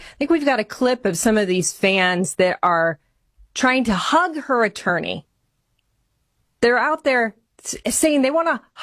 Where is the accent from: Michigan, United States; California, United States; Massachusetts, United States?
Michigan, United States; my home state of Michigan.